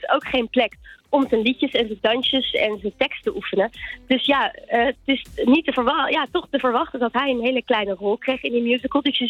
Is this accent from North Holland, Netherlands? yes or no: yes; Amsterdam, North Holland, Netherlands; Nee, ik kom uit Amsterdam.